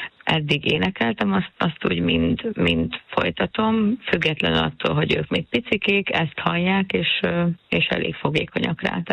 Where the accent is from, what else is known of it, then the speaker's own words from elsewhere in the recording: Corund, Harghita, Romania; also born or lived in Odorheiu Secuiesc; now in Hungary; Korondon nevelkedtem, de Székelyudvarhelyen születtem, és édesanyámmal költöztünk Magyarországra.